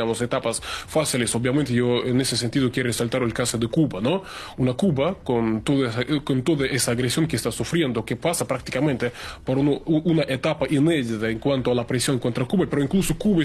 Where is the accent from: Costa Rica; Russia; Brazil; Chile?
Russia